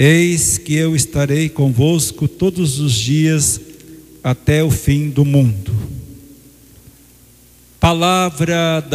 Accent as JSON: {"language": "Portuguese", "town": "São José do Rio Preto", "region": "São Paulo", "country": "Brazil", "said": "Nós 3 somos de Rio Preto"}